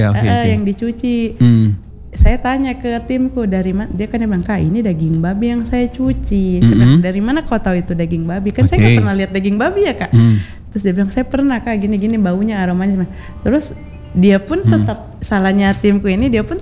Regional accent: Palu, Central Sulawesi, Indonesia; Saya asli Palu

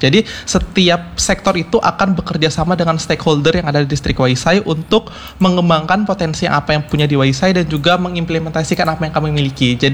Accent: Java, Indonesia; sebelumnya kan kami berdua ini berasal dari Jawa ya mas

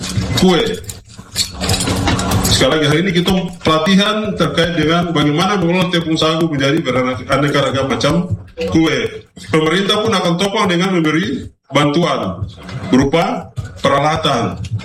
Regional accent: Papua, Indonesia; Saya Papua baru. Saya bukan Papua kemarin, saya Papua baru. Saya generasi Papua baru

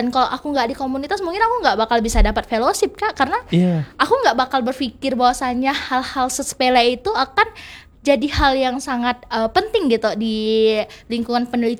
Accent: West Kalimantan, Indonesia; aku sebagai anak Kalbar dulu pernah ngerasain sekolah ditutup gara-gara asap.

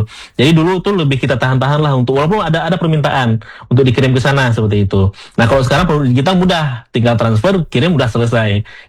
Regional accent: Aceh, Indonesia; Kita orang Aceh malu, besar malunya.

